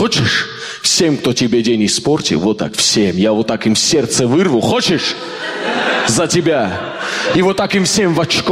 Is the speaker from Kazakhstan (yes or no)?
yes; Kazakhstan; Я вообще сам из Казахстана. Но только лет в 10 я осознал, что я не казах.